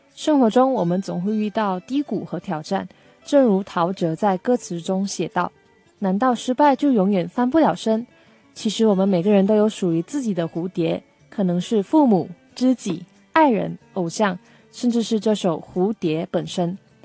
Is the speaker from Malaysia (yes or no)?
yes; Malaysia; now in China